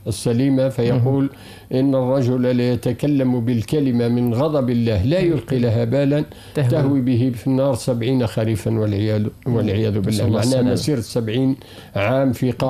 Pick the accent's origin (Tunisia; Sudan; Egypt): Tunisia; Bizerte, Bizerte Governorate; عندنا في بنزرت